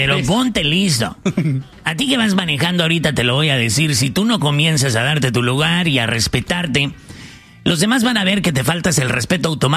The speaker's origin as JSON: {"language": "Spanish", "town": "Ciudad Obregón", "region": "Sonora", "country": "Mexico", "said": "soy de Ciudad Obregón."}